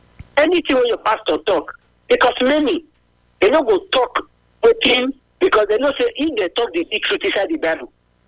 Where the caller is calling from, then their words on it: Nigeria; I'm calling from Ewa Road.